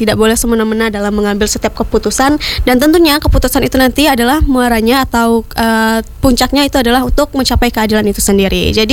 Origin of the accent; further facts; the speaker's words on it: South Sumatra, Indonesia; kita adalah orang Sumatera Selatan